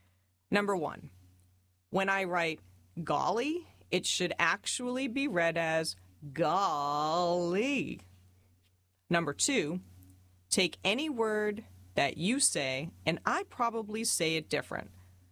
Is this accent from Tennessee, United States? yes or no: yes; Tennessee, United States; it's full of a bunch of stories about me and my hometown in Tennessee, my friends and my family